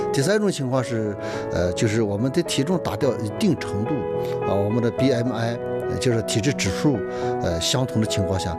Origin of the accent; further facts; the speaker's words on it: China; 我们中国人就特别的容易肥胖但是我们相邻的这个东亚的这些国家，他们比我们要好很多